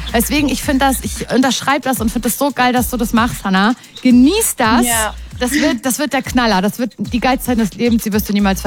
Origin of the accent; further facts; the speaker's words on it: Parchim, Mecklenburg-Vorpommern, Germany; Ein Parchim, Mecklenburg-Vorpommern, also so kleines Fitnessstudio und ich so eine Kette in meiner Heimat in der Kleinstadt.